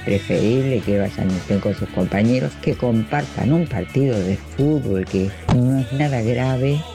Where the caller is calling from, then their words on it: Buenos Aires, Argentina; de Palermo.